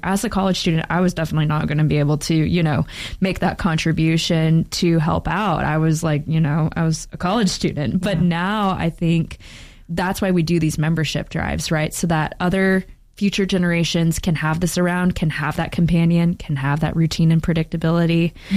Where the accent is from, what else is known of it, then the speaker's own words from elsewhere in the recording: Knoxville, Tennessee, United States; So I actually started, yes, I'm from Knoxville